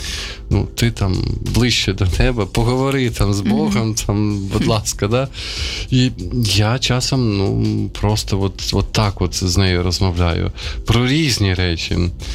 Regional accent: Sumy, Sumy Oblast, Ukraine; moved away; буквально тільки вчора повернувся ввечері із Сум, моє рідне місто, там мої батьки також поховані.

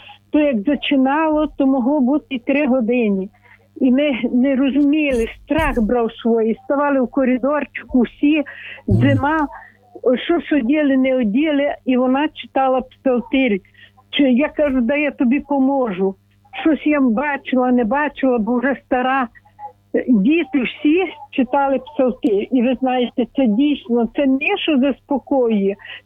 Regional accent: Chernivtsi, Chernivtsi Oblast, Ukraine; Тут були люди-переселенці у нас, бо ми з Чернівців, Західна Україна.

